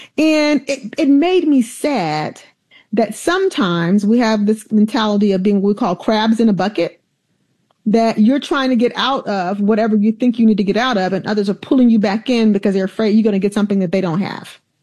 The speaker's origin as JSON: {"language": "English", "region": "Alabama", "country": "United States", "tie": "born or raised there", "said": "growing up in Alabama"}